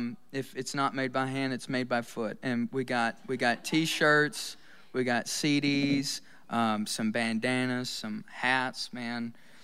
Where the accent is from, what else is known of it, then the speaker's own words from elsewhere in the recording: Pell City, Alabama, United States; moved away as an adult; now in Los Angeles, United States; I love Pell City, Alabama. It's my hometown, and that's where I got my life started.